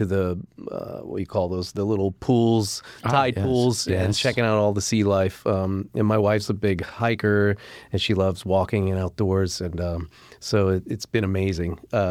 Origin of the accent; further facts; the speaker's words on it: Florida, United States; we're from Florida, so never been out to this side of the country